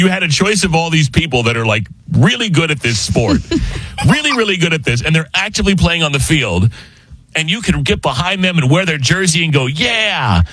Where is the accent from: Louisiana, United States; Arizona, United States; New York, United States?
Arizona, United States; born or raised there; now in Chicago, United States